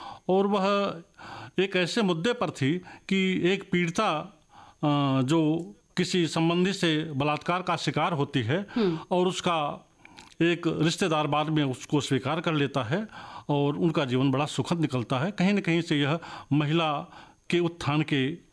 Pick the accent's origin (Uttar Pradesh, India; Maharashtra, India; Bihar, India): Uttar Pradesh, India; Azamgarh; जी, मेरा जन्म सन 1964 में उत्तर प्रदेश के आजमगढ़ जिले के एक पिछड़े क्षेत्र में हुआ था।